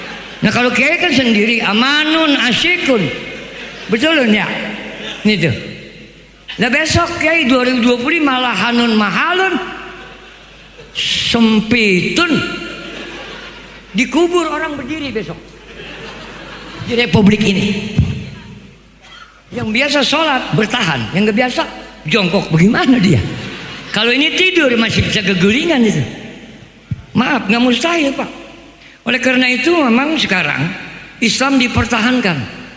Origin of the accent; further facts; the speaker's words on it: Indonesia; Saya keluarga 15 pak. Saya orang Lemah Abang Betawi pinggir.